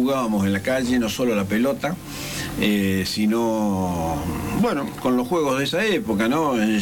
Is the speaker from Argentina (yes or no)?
yes; Rosario, Santa Fe, Argentina; yo viví en Rosario, hice mi niñez en una zona muy muy tranquila en aquella época.